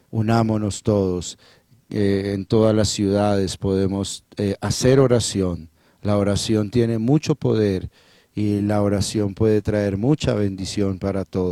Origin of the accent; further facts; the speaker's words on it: Colombia; todos como colombianos que creemos en Dios y que amamos a Dios